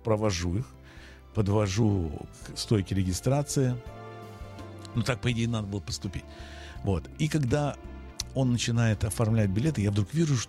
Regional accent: Israel; я из Израиля.

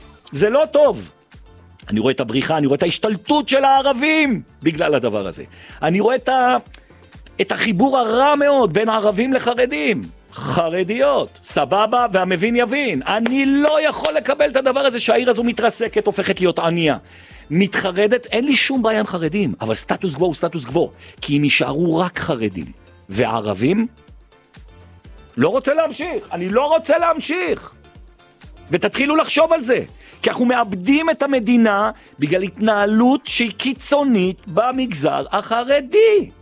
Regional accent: Jerusalem, Jerusalem District, Israel; אני ירושלמי באמונה מלאה בבורא עולם.

